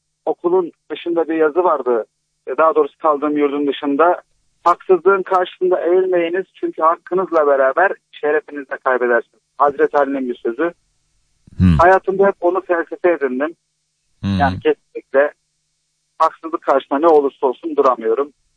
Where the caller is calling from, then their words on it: Samsun, Turkey; Samsun'dan.